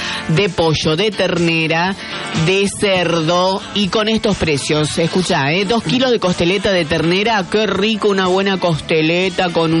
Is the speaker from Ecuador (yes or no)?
no; Argentina; me crié en Barrio Parque